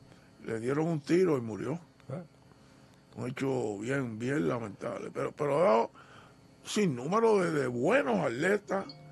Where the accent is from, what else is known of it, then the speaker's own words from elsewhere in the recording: Canóvanas, Puerto Rico; also born or lived in Río Piedras; Y Canóvanas, mi pueblo